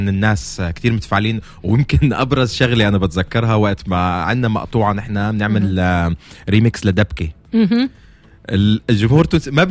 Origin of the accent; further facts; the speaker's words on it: Palestine; طبعا إحنا تناتنا فلسطينيين بنتفق على كل التفاصيل بس كمان كل واحد مننا عنده رؤية لفلسطين للقضية الفلسطينية